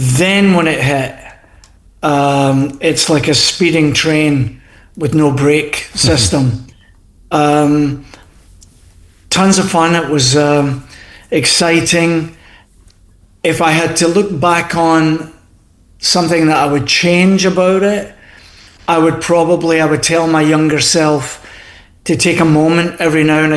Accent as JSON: {"language": "English", "region": "Scotland", "country": "United Kingdom", "said": "Yeah, so being Scottish, and I know that Sam's off the Irish, he's Irish background."}